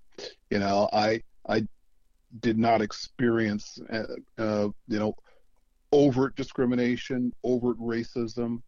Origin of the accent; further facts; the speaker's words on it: Junction City, Kansas, United States; also born or lived in Chicago, United States / Okinawa, Japan; I'm a military kid. I am. A native of Chicago, but I did not grow up there. My dad was in the Army, so I did a lot of growing up on Okinawa, Japan. We had two tours there. I did a lot of growing up in Junction City, Fort Riley, Kansas.